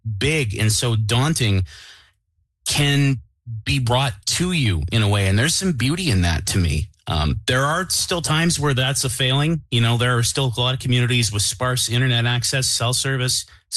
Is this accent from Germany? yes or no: no; Flin Flon, Manitoba, Canada; I knew growing up in Flin Flon that there is a great big world out there, and I wanted to learn a lot about it, and I wanted to go out and experience it. I thought I couldn't do that by staying here. I wanted to leave when I was young.